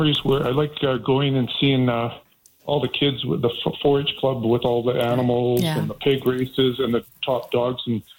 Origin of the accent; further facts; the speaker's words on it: British Columbia, Canada; now in Mission, Canada; I grew up in the Lower Mainland, so I went just about every year to it.